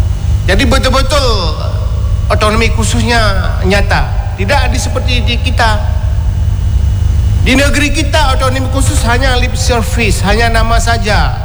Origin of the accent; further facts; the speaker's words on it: Aceh, Indonesia; Nah, jadi syukur kita orang Aceh ini banyak darah-darah pejuang yang dat